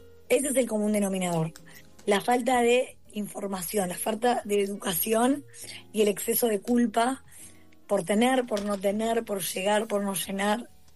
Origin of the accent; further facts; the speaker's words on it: Uruguay; A mí me hace muy feliz que en Argentina se vendan tantos mis libros, siendo uruguaya.